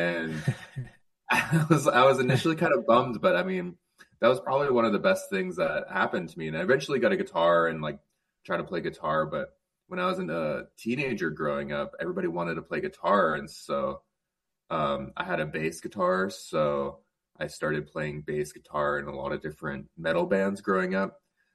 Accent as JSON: {"language": "English", "town": "Wenatchee", "region": "Washington", "country": "United States", "tie": "born or raised there", "said": "No, I grew up in Central Washington. So I grew up in Wenatchee"}